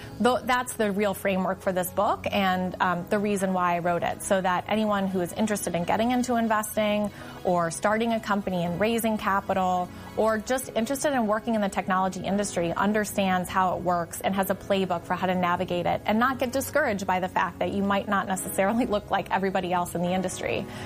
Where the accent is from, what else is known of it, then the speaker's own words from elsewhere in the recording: Illinois, United States; I grew up in Illinois. I started my career journey very young, watching technology disrupt both of my parents' jobs.